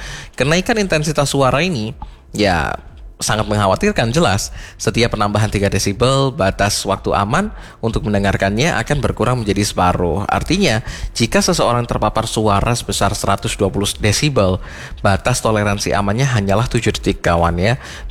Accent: East Java, Indonesia; kita sebagai warga Malang Raya

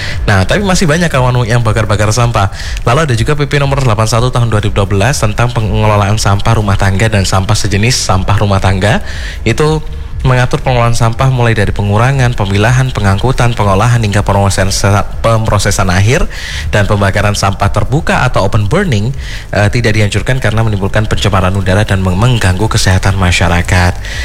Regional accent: Malang, East Java, Indonesia; kita, orang Malang

